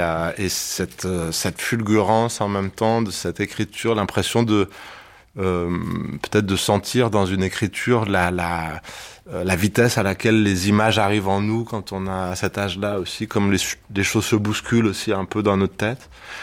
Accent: Ivry-sur-Seine, Île-de-France, France; Je l'ai joué à Ivry-sur-Seine, là où j'ai grandi et où j'ai fait toutes mes jeunes années, quoi, on va dire.

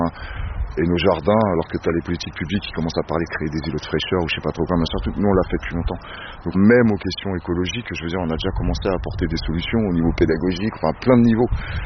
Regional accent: Bondy, Île-de-France, France; also born or lived in Livry-Gargan; Je suis né à Livry-Gargan, j'ai grandi à Bondy et pas bien sous bois, c'est pas loin d'ici.

